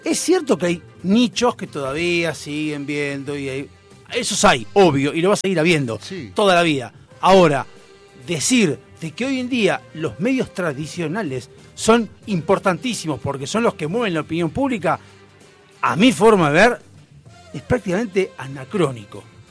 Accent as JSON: {"language": "Spanish", "town": "Salsipuedes", "region": "Córdoba", "country": "Argentina", "moved": "yes", "said": "Vengo de Córdoba, de Salcipuede, un pueblo de 12.000 sí, habitantes."}